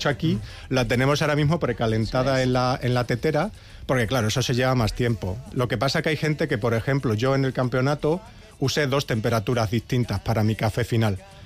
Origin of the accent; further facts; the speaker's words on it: Extremadura, Spain; Ah, de Extremadura.